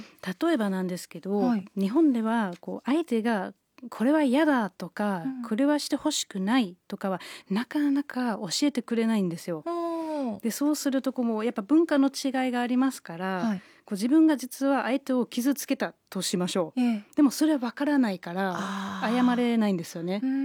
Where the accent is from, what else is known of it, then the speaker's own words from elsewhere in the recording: Germany; Japanese is a second language; now in Japan; それがめちゃくちゃ理不尽だなとドイツ人としては未だに思っていて